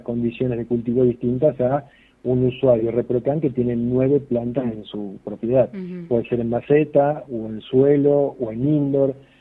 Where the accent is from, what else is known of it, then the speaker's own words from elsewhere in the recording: Luján, Buenos Aires Province, Argentina; Soy de Luján, Buenos Aires. Venimos actualmente de Pringles